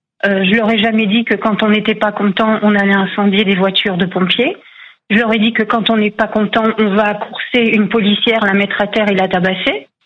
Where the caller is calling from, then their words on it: Guyancourt, Île-de-France, France; De Guyancourt, dans les Yvelines.